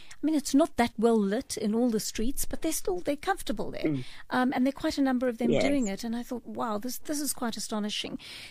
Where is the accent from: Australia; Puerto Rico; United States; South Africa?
South Africa; as a South African woman